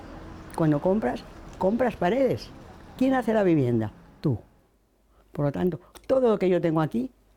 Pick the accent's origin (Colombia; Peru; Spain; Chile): Spain; Madrid, Community of Madrid; Y la gente de Madrid ya no somos madrileños.